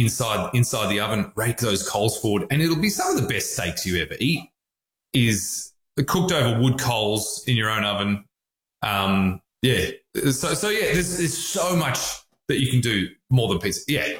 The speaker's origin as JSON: {"language": "English", "country": "Australia", "accent": "Australian"}